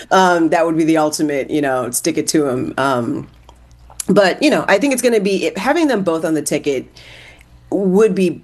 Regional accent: Ohio, United States; also born or lived in Indiana; I'm originally from Ohio, and I spent some time in Indiana, and I am constantly shocked every time I go back to those states

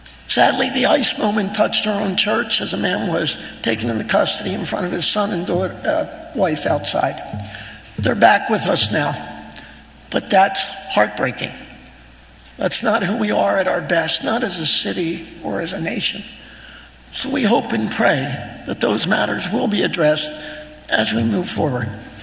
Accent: Philadelphia, Pennsylvania, United States; Born and raised in Kensington, of parents who worked in the mills.

